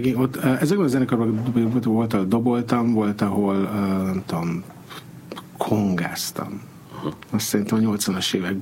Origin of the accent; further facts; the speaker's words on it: Budaörs, Pest, Hungary; Hát nem tudom, én Budaörsi vagyok, úgyhogy ezt végig, ennek az elejét viszonylag végignéztem.